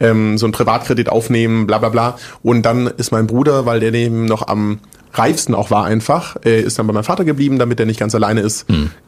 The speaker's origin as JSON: {"language": "German", "town": "Großbottwar", "region": "Baden-Württemberg", "country": "Germany", "tie": "born there", "also_born_or_lived": "Stuttgart / Frankfurt", "said": "ich bin in Stuttgart geboren, bei so einem Kaff aufgewachsen, das heißt Großbottwar. Mhm. Also will ich da wohnen, was wohnen da 10, 15.000 Leute vielleicht. Bin da mit meiner Family groß geworden, bis ich 10 war."}